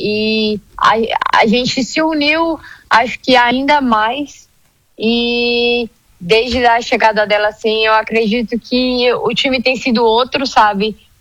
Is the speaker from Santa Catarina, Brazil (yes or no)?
yes; Rio Fortuna, Santa Catarina, Brazil; moved away as an adult; now in Goiás, Brazil; Não, eu moro próximo. Eu sou de Rio Fortuna, mas eu moro ali em Laguna, sabe?